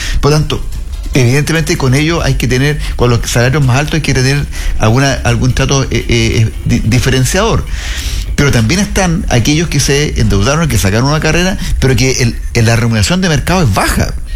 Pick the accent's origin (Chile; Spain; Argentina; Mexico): Chile; Y eso es lo que tenemos que hacer todos los chilenos de bien nacidos.